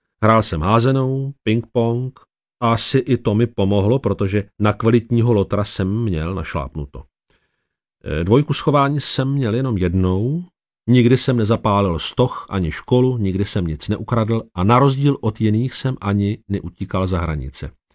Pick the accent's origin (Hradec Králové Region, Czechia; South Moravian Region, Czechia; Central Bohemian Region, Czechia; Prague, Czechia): South Moravian Region, Czechia; Tišnov; also born or lived in Brno; Pocházím z Tišnova, což je město v okrese Brno-Venkov, asi 20 km severozápadně od Brna, nedaleko soutoku Svratky a Loučky. Ovšem na svět jsem přišel v Brně, a to 25. prosince